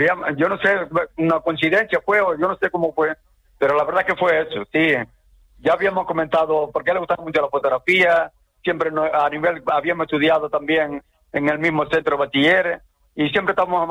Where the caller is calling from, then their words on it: Los Sauces, Canary Islands, Spain; Del centro mismo, del casco.